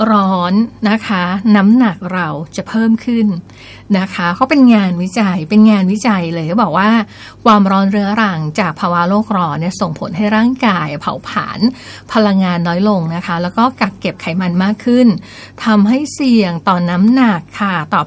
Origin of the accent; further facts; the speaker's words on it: Southern Thailand, Thailand; คือดิฉันเป็นคนใต้ไงคะ